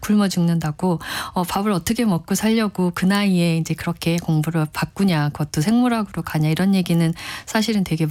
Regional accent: Seoul, South Korea; 제가 이제 집이 이제 본가가 서울인데요.

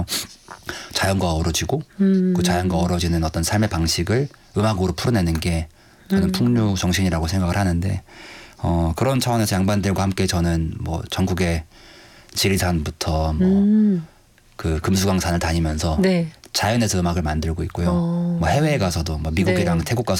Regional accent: Gangwon, South Korea; 저는 강원도 촌놈인데 강원도에서 이렇게 멀리 와서

